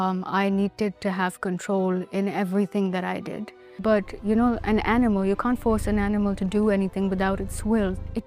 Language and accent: English; Islamabad, Islamabad Capital Territory, Pakistan; English is a second language; moved away as an adult; I'm from Islamabad, Pakistan, and I'm a psychologist who believes in healing and connection. My father was a diplomat. We were raised in very diverse cultures. I was only 18 when I moved here.